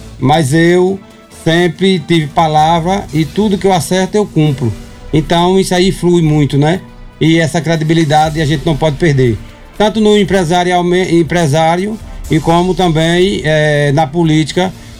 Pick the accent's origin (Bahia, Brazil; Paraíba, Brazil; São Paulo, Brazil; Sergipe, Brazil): Sergipe, Brazil; Campo do Brito; eu sou de Campo do Brito, mas conhecido muito em Itabaiana.